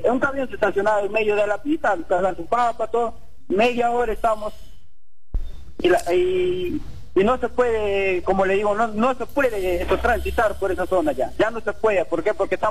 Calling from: Cajamarca, Peru; Llamo de la ciudad de Cajamarca

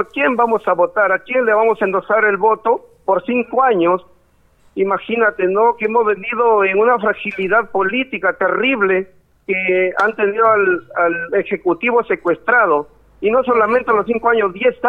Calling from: Peru; Como peruanos

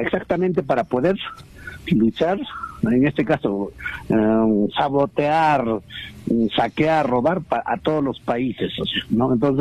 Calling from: Juliaca, Puno, Peru; aquí de Juliaca.

